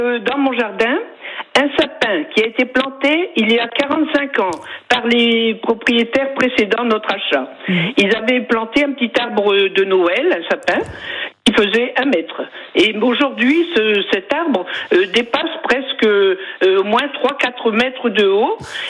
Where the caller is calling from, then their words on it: Mérignac, Nouvelle-Aquitaine, France; À Mérignac.